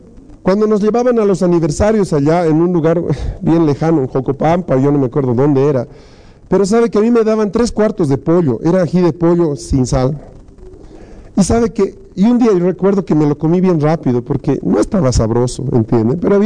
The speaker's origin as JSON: {"language": "Spanish", "country": "Bolivia", "said": "Somos bolivianos, tenemos mucha energía, somos a todo terreno, estamos dispuestos casi para comer cualquier cosa."}